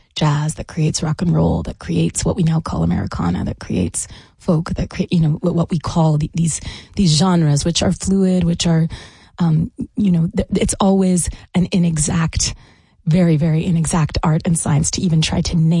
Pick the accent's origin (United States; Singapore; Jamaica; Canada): Canada; I am Canadian